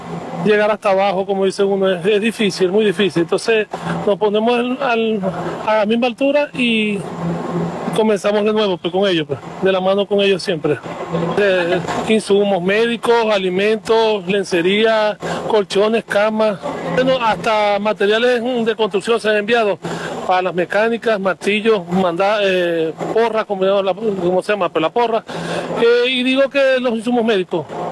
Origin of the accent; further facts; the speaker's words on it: Venezuela; Somos venezolanos, somos personas con humildad, con buen corazón.